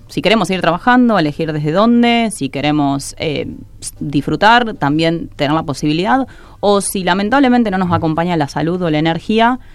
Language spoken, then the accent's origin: Spanish; Pergamino, Buenos Aires Province, Argentina; yo soy de Pergamino y, bueno, justo me encuentro acá trabajando también